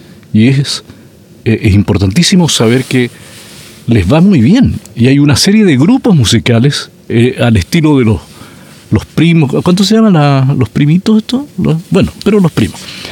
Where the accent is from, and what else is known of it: Chile